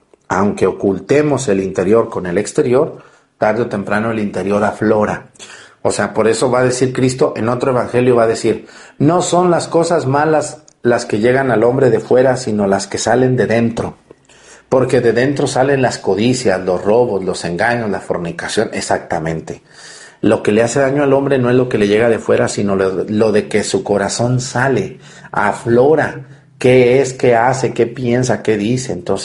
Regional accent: Mexticacán, Jalisco, Mexico; moved away; con lo que yo crecí siendo niño, y cada año voy a mi pueblo en esas fechas.

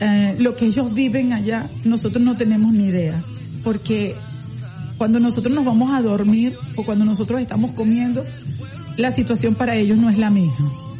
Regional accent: Venezuela; born there; moved away; es mi familia de donde yo nací, de mi patria

